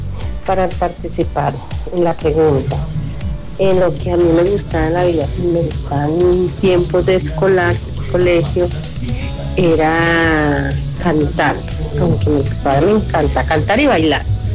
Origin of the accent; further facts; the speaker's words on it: Valle del Cauca, Colombia; Yo soy del Valle y me encantaba que un profesor los viernes culturales daba, era eso, la hora de él, los viernes era bailar, cantar